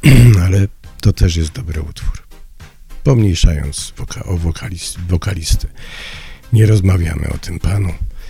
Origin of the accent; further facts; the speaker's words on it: Kraków, Lesser Poland, Poland; born there; No ja, krakowianin z urodzenia i z wyboru